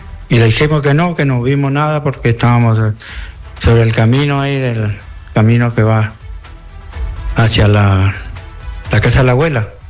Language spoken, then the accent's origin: Spanish; Argentina; now in Paraje Algarrobal, 9 de Julio, Argentina; No, señor, no, yo fui de Gocha, soy de Gocha.